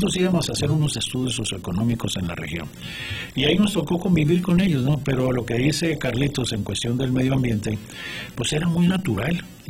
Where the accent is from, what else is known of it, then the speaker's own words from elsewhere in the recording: Ciudad Juárez, Chihuahua, Mexico; nosotros acá los juarenses